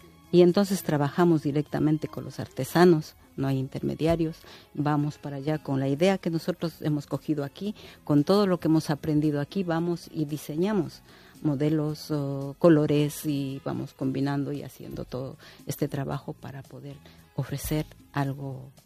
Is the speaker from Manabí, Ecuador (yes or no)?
no; Imbabura, Ecuador; Sí, es, nosotros en, digamos, en la zona de Imbabura, todo, hablamos el Quichua.